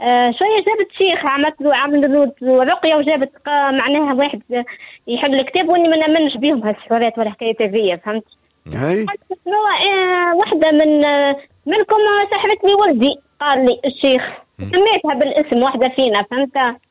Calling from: Sousse, Sousse Governorate, Tunisia

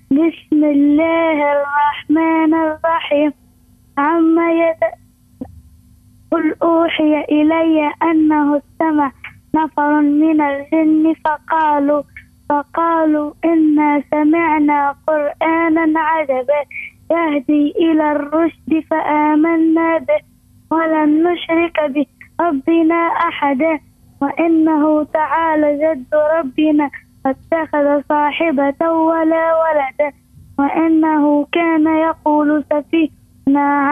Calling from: Mahdia Governorate, Tunisia; المهدية سيدي زيد.

